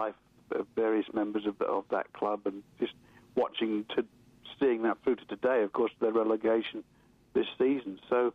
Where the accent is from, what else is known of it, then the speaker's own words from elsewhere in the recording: England, United Kingdom; moved away; I'm from England.